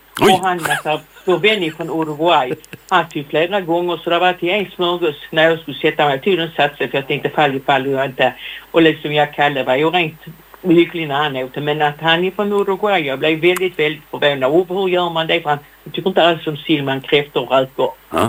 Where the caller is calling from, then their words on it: Skåne, Sweden; accent: Danish; Även om jag bor på Österlän.